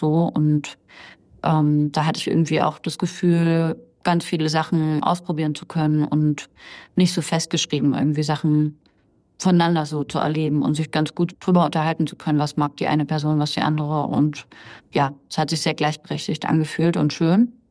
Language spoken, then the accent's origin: German; East Germany, Germany; also ich komme einmal aus dem Osten Deutschlands